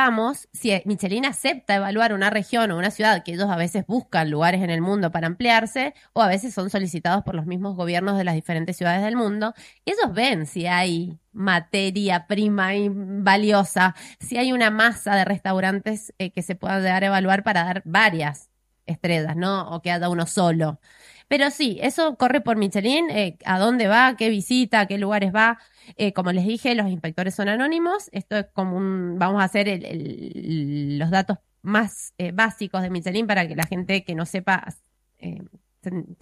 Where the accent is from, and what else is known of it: Argentina